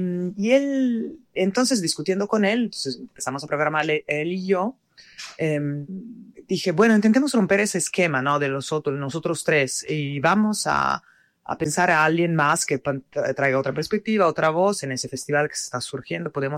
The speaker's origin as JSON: {"language": "Spanish", "country": "Italy", "moved": "yes", "said": "yo también siendo europea, de origen italiana"}